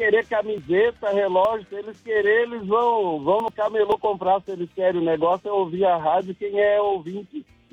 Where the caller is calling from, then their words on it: Criciúma, Santa Catarina, Brazil; aqui de Criciúma, Santa Catarina.